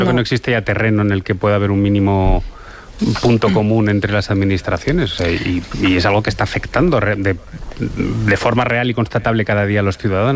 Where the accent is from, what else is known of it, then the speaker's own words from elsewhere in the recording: Valencian Community, Spain; bueno, soy valenciano, recuerdo en La Dana